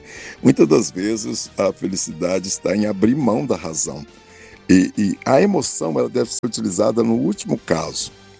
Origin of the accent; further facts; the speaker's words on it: Manhuaçu, Minas Gerais, Brazil; moved away as an adult; also born or lived in Caratinga; now in Governador Valadares, Brazil; Eu sou de uma região muito fria. Valadares não faz frio, nunca senti frio aqui. Mas eu sou lá da região de Apincaratinga e também Manhuaçu, onde passei a maior parte do meu tempo. Lá muito frio.